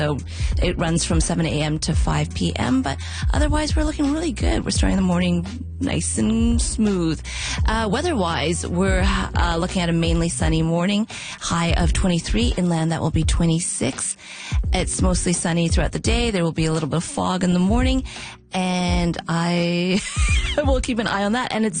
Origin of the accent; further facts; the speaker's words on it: Ontario, Canada; I am from Ontario, and I have not explored the interior very much.